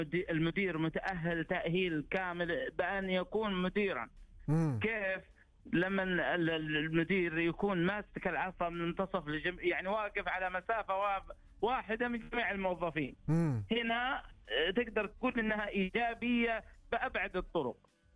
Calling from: Jeddah, Makkah Province, Saudi Arabia

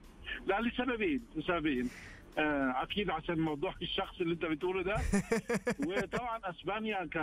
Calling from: Jeddah, Makkah Province, Saudi Arabia

